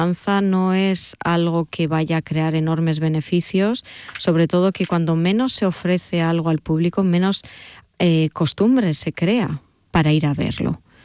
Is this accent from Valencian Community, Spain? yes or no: no; Basque Country, Spain; yo soy muy vasca. Yo en el País Vasco somos muy introvertidos